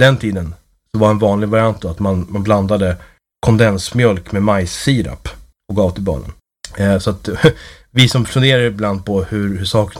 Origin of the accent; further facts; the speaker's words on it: Sweden; Som svensk så undrar man kanske varför det är en så stor sak.